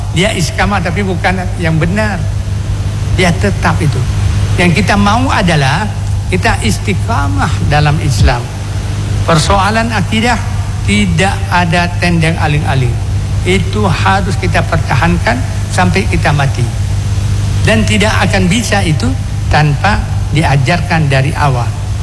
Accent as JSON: {"language": "Indonesian", "region": "Aceh", "country": "Indonesia", "said": "Saya orang Aceh karena pergi haji bukan dari Aceh, enggak dapat juga."}